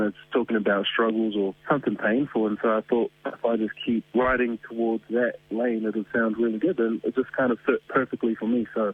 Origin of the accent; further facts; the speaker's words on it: New Zealand; It's a kind of a funny little thing about growing up in New Zealand as a Samoan and having a bit of an identity crisis.